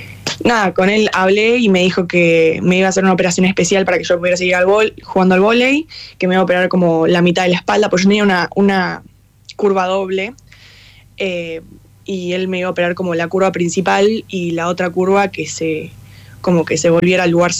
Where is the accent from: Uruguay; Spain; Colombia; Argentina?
Argentina; now in United States